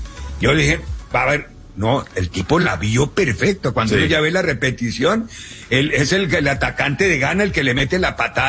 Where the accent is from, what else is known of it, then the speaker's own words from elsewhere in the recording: El Salvador; el pobre árbitro se queda con el ojo fino de lo que vio en mi país.